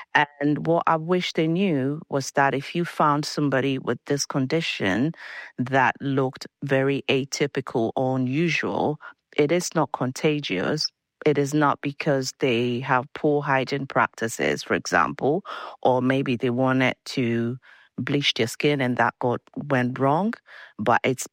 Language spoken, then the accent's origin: English; Ghana; I grew up in Ghana, West Africa